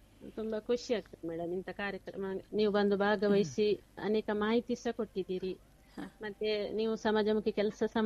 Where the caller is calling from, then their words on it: Karnataka, India; ಸಾಲೇತೂರಿಂದ